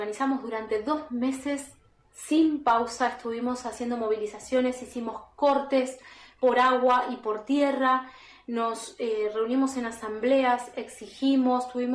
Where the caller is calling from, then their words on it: Dique Luján, Buenos Aires Province, Argentina; Yo vivo en Dique Luján, que es un pueblo en el partido de Tigre, frente a la primera sección de islas del Delta del Paraná, que es un paraíso en el mundo